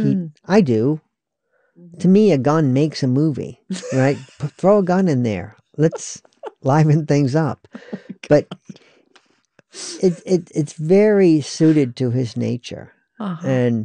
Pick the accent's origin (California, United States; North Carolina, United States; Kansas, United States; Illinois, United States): North Carolina, United States; also born or lived in Western New York; Because I am an outsider, but I grew up in North Carolina, but my family moved from Western New York State when I was in second grade.